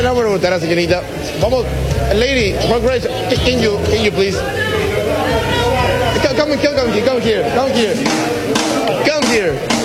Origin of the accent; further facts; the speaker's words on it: Paraguay; Paraguay. We are from Paraguay.